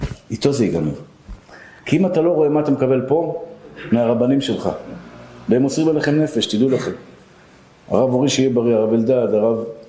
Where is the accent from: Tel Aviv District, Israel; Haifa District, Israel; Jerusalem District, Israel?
Tel Aviv District, Israel; Tel Aviv; born or raised there